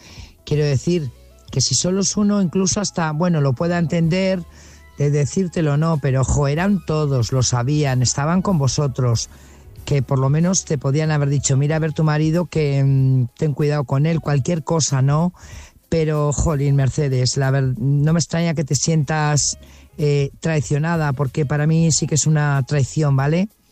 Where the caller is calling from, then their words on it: Burgos, Castile and León, Spain; corresponsal de Burgos.